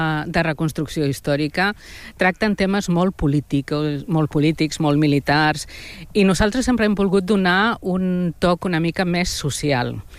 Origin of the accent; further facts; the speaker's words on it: Barcelona, Catalonia, Spain; now in Tarragona, Spain; Jo sóc de Bárquino també, resident aquí des de fa moltíssims anys